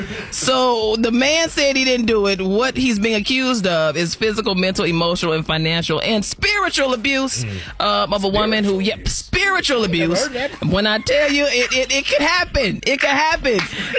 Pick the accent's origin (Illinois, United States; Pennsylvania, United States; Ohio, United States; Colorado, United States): Illinois, United States; Chicago; I'm from Chicago, and I'm with Alton on this.